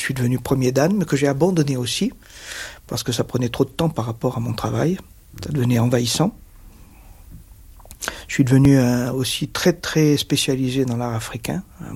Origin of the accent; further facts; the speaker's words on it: Nice, Provence-Alpes-Côte d'Azur, France; Je suis né à Nice, d'un père d'origine espagnole, d'une mère française.